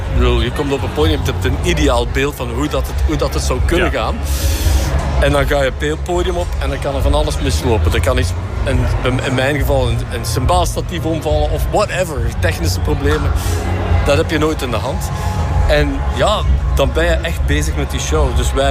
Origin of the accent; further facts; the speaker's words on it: Flanders, Belgium; ik kom uit het Belgisch Limburg. En mijn vriendenkring situeerde zich echt net over de taalgrens hier. Of net over de grens hier in België. Bij Bocholt en Lozen.